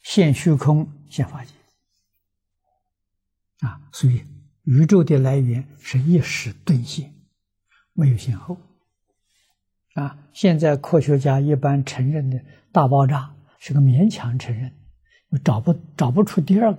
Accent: China; 我们中国人

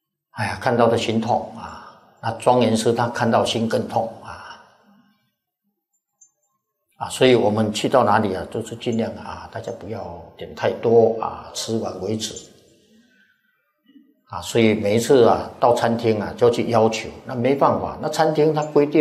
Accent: Taiwan

